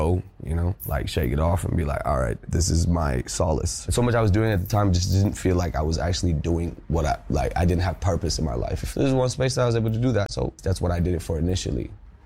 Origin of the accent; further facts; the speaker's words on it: India; I'm from India, which is very important. It's where, it's my roots. It's a huge part of who I am.